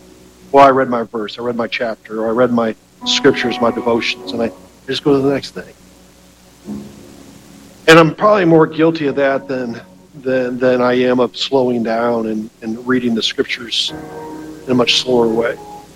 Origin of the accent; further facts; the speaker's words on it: Knox, Indiana, United States; we're from Knox, Indiana.